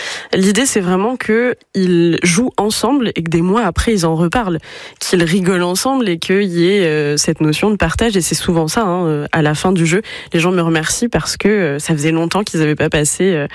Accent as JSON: {"language": "French", "region": "Brittany", "country": "France", "tie": "born or raised there", "said": "Donc, j'ai grandi en Bretagne"}